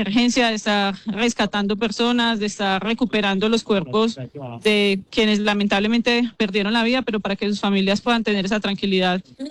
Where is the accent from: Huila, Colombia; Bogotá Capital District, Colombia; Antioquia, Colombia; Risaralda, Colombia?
Risaralda, Colombia; Pereira; soy pereirana, he vivido siempre aquí y es fuerte pues ver nuestra ciudad de esta manera